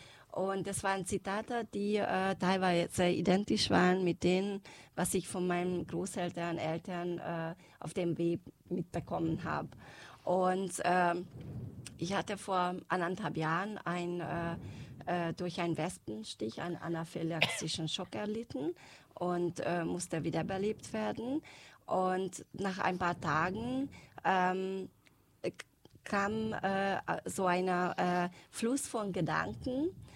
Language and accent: German; Pilisszentiván, Pest, Hungary; Ich stamme aus Pilisztendivan, aus St. Ivan bei Ofen, eine ungarn-deutsche Gemeinde in der Ofener Bergland.